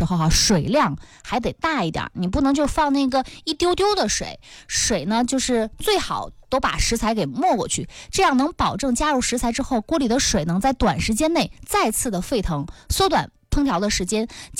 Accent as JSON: {"language": "Chinese", "town": "Yingkou", "region": "Liaoning", "country": "China", "said": "还有就是我们东北人，我们营口人爱吃的盐水虾"}